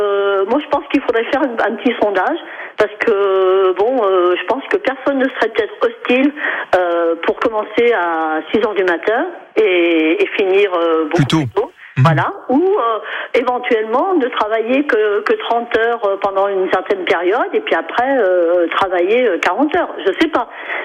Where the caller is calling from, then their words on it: Morestel, Auvergne-Rhône-Alpes, France; Voilà, je suis de Morestel, oui.